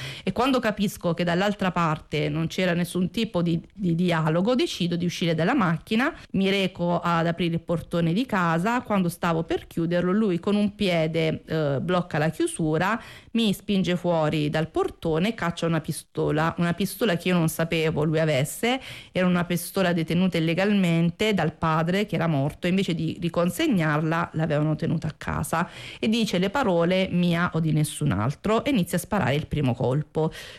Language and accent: Italian; Apulia, Italy; moved away as an adult; now in Rome, Italy; ho 48 anni, provengo da un piccolo paesino in provincia di Foggia e vivo però a Roma ormai da più di 20 anni.